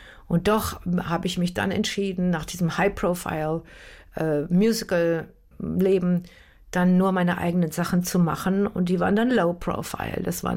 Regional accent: Germany; moved away as an adult; dass ich dann auch Audition machen durfte als Deutsche in London

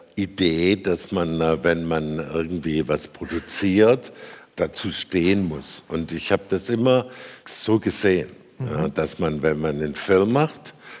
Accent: Stuttgart, Baden-Württemberg, Germany; Ich bin geboren in Stuttgart.

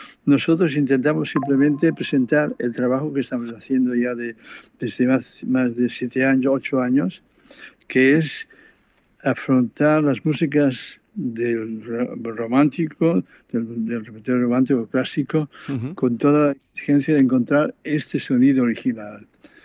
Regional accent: Catalonia, Spain; yo me siento tan español como cualquiera, soy catalán, pero siempre he reivindicado mi cultura hispánica

